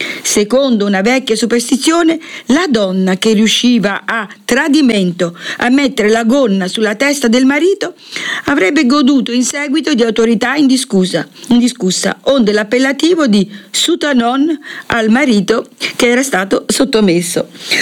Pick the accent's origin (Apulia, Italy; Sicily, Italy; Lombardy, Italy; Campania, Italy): Campania, Italy; Naples; Scusate il dialetto, io sono napoletana, faccio fatica a pronunciarlo bene.